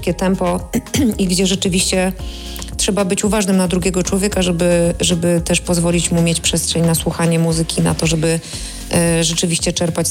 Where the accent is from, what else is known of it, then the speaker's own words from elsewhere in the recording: Gdynia, Pomeranian Voivodeship, Poland; odwiedzić openera u nas w Gdyni.